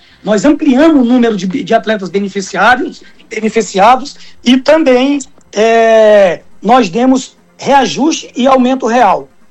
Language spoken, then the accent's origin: Portuguese; Northeast Region, Brazil; Os nossos irmãos do Norte vão me perdoar nessa aí, mas eu sou nordestino, né?